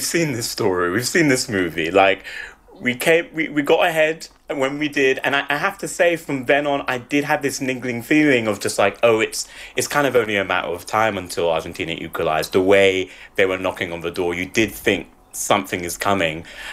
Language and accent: English; England, United Kingdom; now in Brooklyn, New York, United States